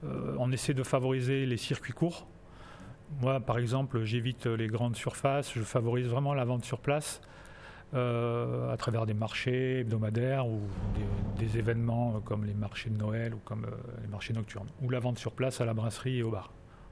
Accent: France; now in Albi, France; Alors non, je ne suis pas originaire du Tarn, je suis originaire du Sud-Est. Et avant de m'installer dans le Tarn, j'étais quelques années à Toulouse.

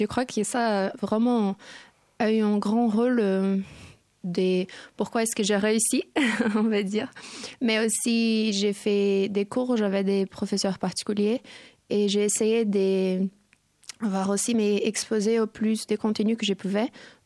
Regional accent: Brazil; je viens du Brésil, mais moi j'ai une double nationalité portugaise, donc une partie de ma famille vient du Portugal aussi

